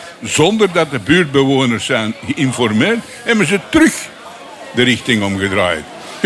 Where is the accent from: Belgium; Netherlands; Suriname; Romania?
Belgium; Antwerp, Flanders; We zijn geboren en getogen in Deurne, 75 jaar geleden. En toen woonden wij op de Lakborslui.